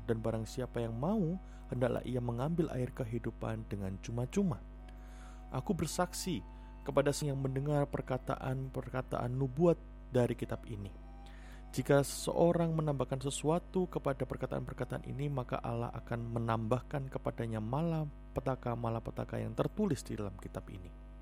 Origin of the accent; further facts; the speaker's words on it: Malang, East Java, Indonesia; born there; Sekali setahun beliau akan datang dari Jakarta ke Malang sekitar 2-3 bulanan.